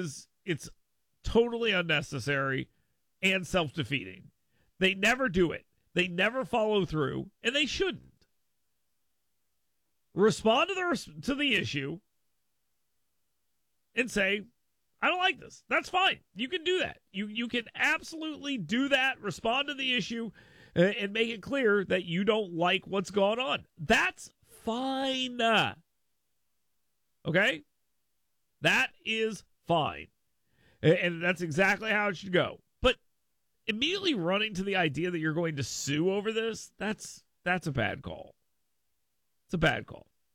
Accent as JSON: {"language": "English", "town": "Fort Rucker", "region": "Alabama", "country": "United States", "tie": "born or raised there", "said": "I grew up in Fort Rucker right here in my district."}